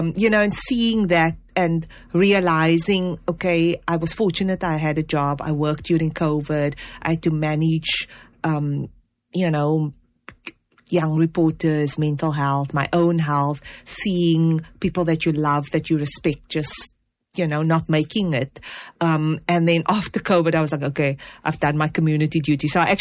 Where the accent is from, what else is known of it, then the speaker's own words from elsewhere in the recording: Cape Town, Western Cape, South Africa; moved away as an adult; now in Johannesburg, South Africa; we come from the Cape Flats. When people say, oh, which school did you go to? I'm like, I went to a school in Mitchells Plain